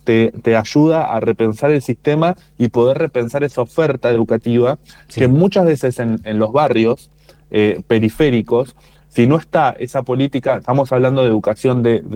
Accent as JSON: {"language": "Spanish", "region": "Santa Fe", "country": "Argentina", "said": "soy santafesino."}